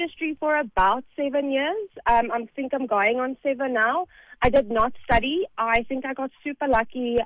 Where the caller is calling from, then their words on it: Benoni, Gauteng, South Africa; But I'm calling from Benoni in Joburg.